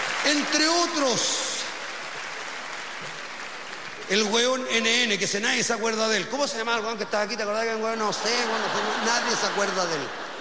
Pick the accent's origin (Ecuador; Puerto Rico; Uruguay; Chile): Chile; Purén, Araucanía; moved away; mi infancia en Purén, disfrutando del verano en ese río, el río de Purén